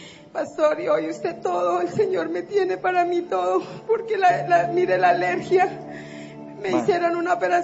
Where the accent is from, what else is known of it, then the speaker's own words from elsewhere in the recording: Ibagué, Tolima, Colombia; Y yo venía para Bogotá, yo soy de Ibagué. Tenemos sí. Una finca en el Tolima.